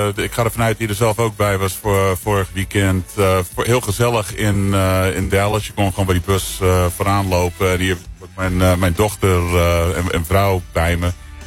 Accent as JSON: {"language": "Dutch", "town": "Soest", "region": "Utrecht", "country": "Netherlands", "moved": "yes", "lives_now": "United States", "said": "Ik kom uit Soest."}